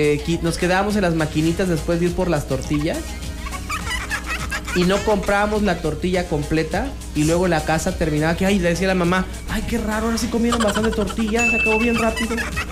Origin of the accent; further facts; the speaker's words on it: Mexico; Somos superhéroes los mexicanos